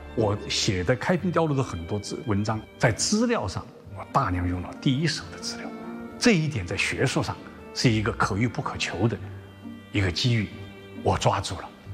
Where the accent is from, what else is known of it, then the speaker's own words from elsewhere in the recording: northern China, China; moved away as an adult; 我是一个北方人，开平话和台山话我们听起来特别吃力。